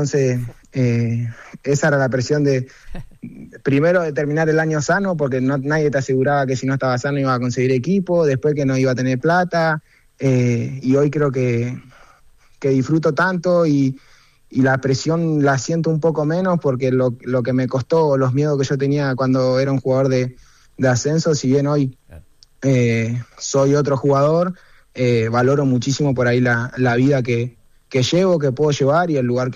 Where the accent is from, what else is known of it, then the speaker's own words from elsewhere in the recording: Carmen de Patagones, Buenos Aires Province, Argentina; now in Buenos Aires, Argentina; Yo soy de Carmen de Patagones, sí, ahora estoy en Buenos Aires.